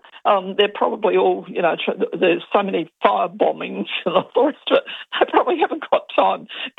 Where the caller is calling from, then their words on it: Melbourne, Victoria, Australia; Graham, I'm ringing from Melbourne. I live in Adelaide, but ringing from Melbourne.